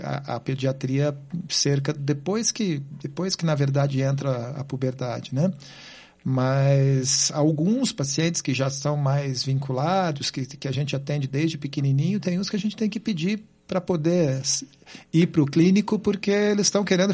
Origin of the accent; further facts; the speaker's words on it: Londrina, Paraná, Brazil; moved away as an adult; now in Curitiba, Brazil; Eu nasci em Londrina, interior do Paraná, em Londrina.